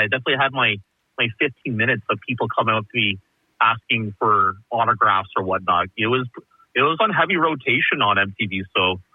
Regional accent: Winnipeg, Manitoba, Canada; it just comes from just growing up in Winnipeg. I'm born and raised in Winnipeg. I'm an 80s kid. I'm a 90s teenager.

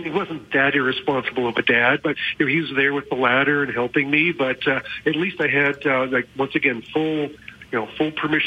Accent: Edmonton, Alberta, Canada; When I was a little kid growing up in Edmonton

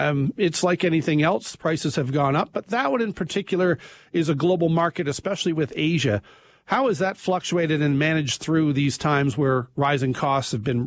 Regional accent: Nova Scotia, Canada; I was a SMU grad, so I'm from Nova Scotia originally

